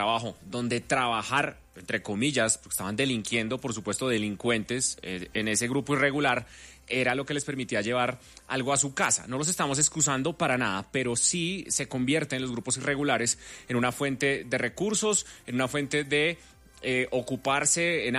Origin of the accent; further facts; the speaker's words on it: Colombia; Y entonces eso nos pone a cuestionarnos como colombianos